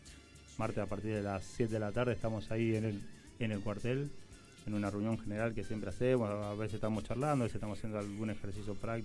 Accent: Argentina; ¿de dónde sos? Argentino

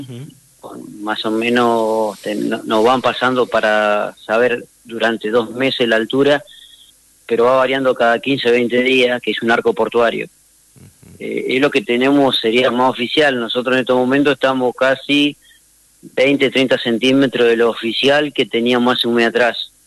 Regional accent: Gualeguaychú, Entre Ríos, Argentina; moved away as an adult; now in Victoria, Argentina; Yo soy oriundo de Gualeguaychú, Entre Ríos.

